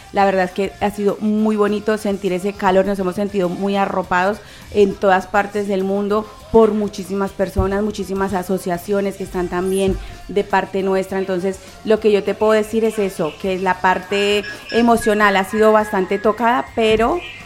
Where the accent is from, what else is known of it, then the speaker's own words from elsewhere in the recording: Armenia, Quindío, Colombia; now in Zaragoza, Spain; incluido Armenia, que es mi ciudad natal.